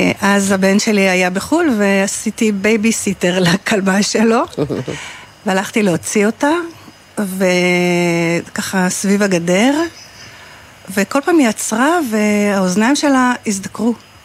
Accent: Tze'elim, Southern District, Israel; now in Holit, Israel; לא, אני גרה בחולית 11 שנים. מרבית חיי גדלתי בצאלים, בקיבוץ צאלים.

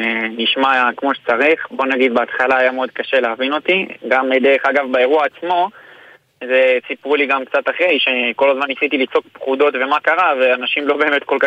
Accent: Jerusalem, Jerusalem District, Israel; born or raised there

